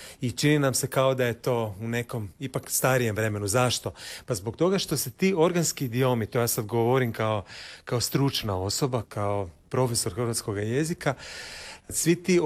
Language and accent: Croatian; Zagreb, City of Zagreb, Croatia; Tamo sam odrastao, igrao se na Rokovu Perivoju, na Cmroku.